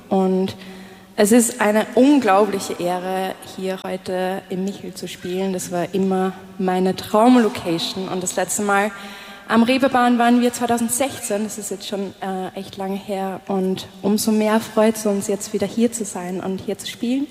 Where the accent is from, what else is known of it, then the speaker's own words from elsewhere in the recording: Austria; Wir kommen aus Österreich